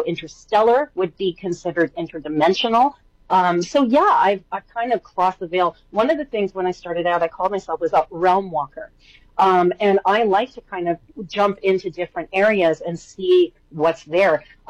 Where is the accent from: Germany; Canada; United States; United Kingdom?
Canada; I'm Canadian, I'll still say that. Yeah, God bless America. God bless Canada.